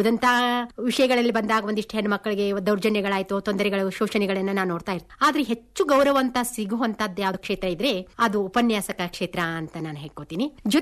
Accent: Halagali, Karnataka, India; also born or lived in Lokapur; ನನ್ನ ಬಾಲ್ಯವನ್ನ ಕಳೆದದ್ದು ಹಲಗಲಿ ಅನ್ನೋ ಗ್ರಾಮ. ಇದು ಸ್ವಾತಂತ್ರ್ಯ ಸಂಗ್ರಾಮದಲ್ಲಿ ಶ್ರೇಷ್ಠ ಹಲಗಲಿ ಬೇಡ್ರು ಅನ್ನುವಂತ ನಿಶಸ್ತ್ರೀಕರಣ ಕಾಯ್ದೆ ವಿರುದ್ಧ ಹೋರಾಟ ಮಾಡಿದಂತ ಊರಿನಲ್ಲಿ ನಾವು ಹುಟ್ಟು ಬೆಳೆದಂತವರು.

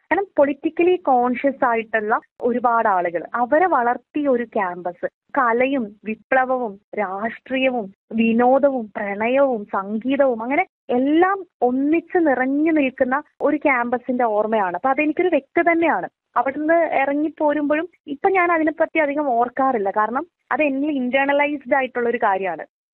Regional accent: Vaikom, Kerala, India; moved away as an adult; also born or lived in Ernakulam; ആദ്യമായിട്ടായിരിക്കും മറ്റൊരു ജില്ലയിലേക്ക് ഞാൻ പഠിക്കാൻ വരുന്നത്. വൈക്കത്ത് ഒരു നാട്ടിൻപുറ ഗ്രാമത്തിൽ നിന്നും ആദ്യമായിട്ട് എറണാകുളം പോലെയുള്ള ഒരു മഹാനഗരത്തിലേക്ക്

